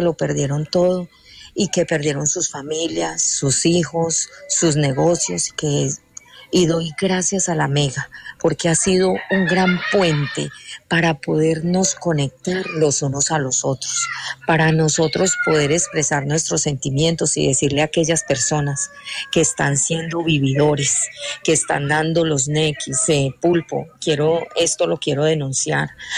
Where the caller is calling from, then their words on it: Pereira, Risaralda, Colombia; nosotros como usuarios en Pereira